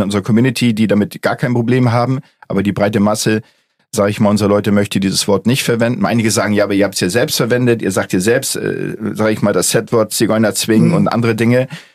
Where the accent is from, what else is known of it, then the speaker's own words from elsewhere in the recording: Hamburg, Germany; wir sind eben halt alteingesessen. Alteingesessen wirklich seit Generationen. Und wir fühlen uns auch heimisch. Und Hamburg zum Beispiel, es gibt dieses schöne Lied